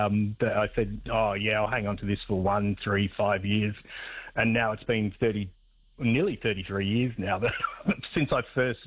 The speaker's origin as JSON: {"language": "English", "region": "South Australia", "country": "Australia", "tie": "born or raised there", "said": "But the irony of it is that I grew up in South Australia"}